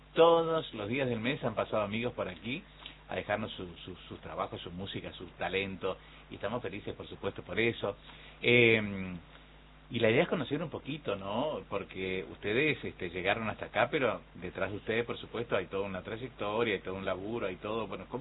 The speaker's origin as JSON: {"language": "Spanish", "region": "Chaco", "country": "Argentina", "said": "somos chaqueños, estamos en toda la provincia"}